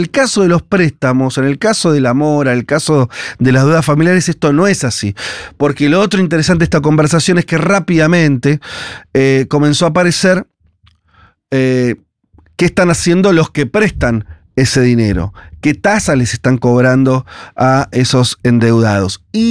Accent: Argentina

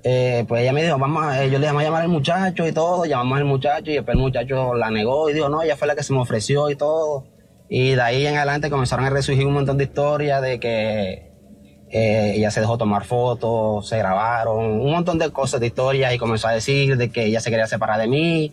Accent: Caribbean Region, Colombia; porque yo soy costeño, ella es paisa

